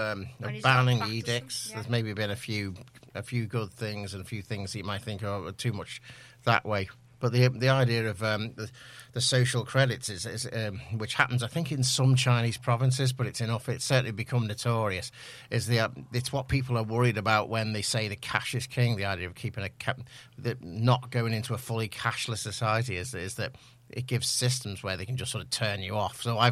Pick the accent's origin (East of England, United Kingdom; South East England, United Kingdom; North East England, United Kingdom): South East England, United Kingdom; I'm 49. I'm from Oxfordshire